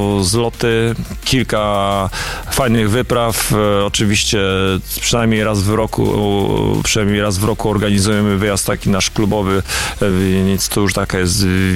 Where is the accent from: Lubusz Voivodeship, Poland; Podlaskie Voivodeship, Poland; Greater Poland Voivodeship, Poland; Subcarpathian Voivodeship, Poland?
Greater Poland Voivodeship, Poland; Słupca; Flaga Słupcy i barwy Słupcy i to, że jesteśmy ze Słupcy i z powiatu słupeckiego